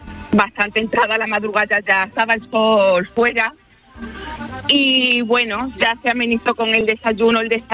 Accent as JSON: {"language": "Spanish", "town": "Almendralejo", "region": "Extremadura", "country": "Spain", "said": "Sí, yo soy de Almendralejo y sé que había gente de Almendralejo en Nueva York viendo España."}